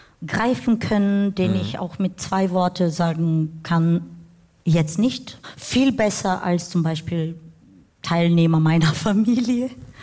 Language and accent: German; Bulgaria; now in Germany; als Bulgarin, die in Deutschland lebt